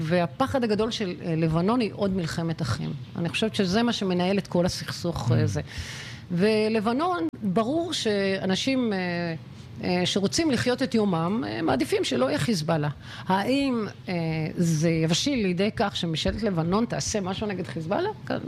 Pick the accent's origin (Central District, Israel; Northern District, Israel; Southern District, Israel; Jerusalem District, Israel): Northern District, Israel; this valley; כולנו פה גדלנו כאן בעמק הזה